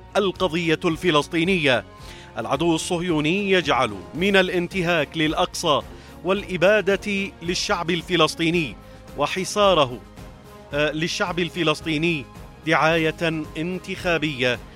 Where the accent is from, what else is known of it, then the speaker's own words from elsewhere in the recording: Yemen; نحن كشعب يمني من حقنا أن ننعم بالحرية والاستقلال